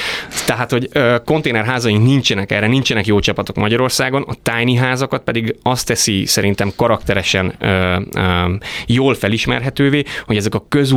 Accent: Székely Land, Romania; moved away as an adult; now in Budapest, Hungary; egy klasszikus 21. századi történet az enyém is. Székelyföldi bölcső, Székelyföldön születtem, majd az egyetemet már Budapesten végeztem, a Corvinus Egyetemet, budapesti szerelem, budapesti feleség, budapesti legjobb barátok

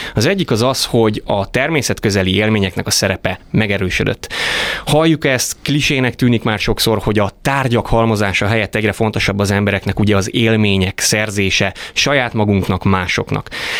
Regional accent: Székely Land, Romania; moved away as an adult; now in Budapest, Hungary; egy klasszikus 21. századi történet az enyém is. Székelyföldi bölcső, Székelyföldön születtem, majd az egyetemet már Budapesten végeztem, a Corvinus Egyetemet, budapesti szerelem, budapesti feleség, budapesti legjobb barátok

